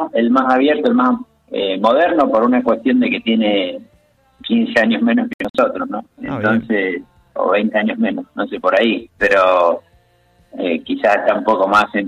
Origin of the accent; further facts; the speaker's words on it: San Martín, Mendoza, Argentina; Soy de San Martín. En realidad, tres de nosotros de la banda somos acá del este.